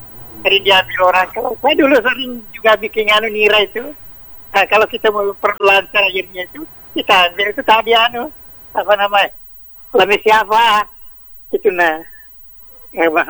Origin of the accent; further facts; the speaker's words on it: Soppeng, South Sulawesi, Indonesia; moved away; kalau di kampung saya itu, di Sopeng kan, Selatan